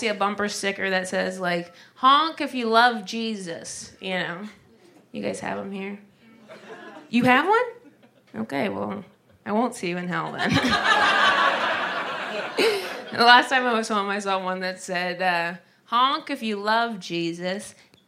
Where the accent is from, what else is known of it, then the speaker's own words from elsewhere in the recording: Ohio, United States; Whenever I'm home in Ohio, I'm from Ohio, so...